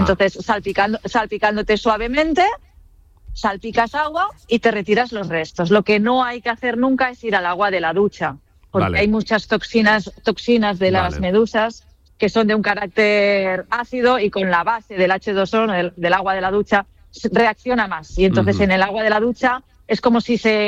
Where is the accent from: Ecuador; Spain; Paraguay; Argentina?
Spain; Catalonia; Yo, por ejemplo, que soy de cerca de Barcelona, en el Mediterráneo no hay tantos, pero algún pez araña puede haber.